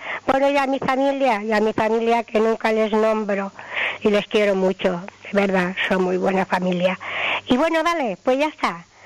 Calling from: Balearic Islands, Spain; de Sonoliva.

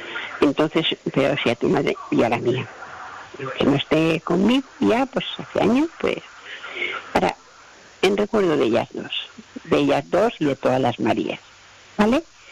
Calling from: Palma, Balearic Islands, Spain; Hola, mami. Buenas noches. … de Palma.

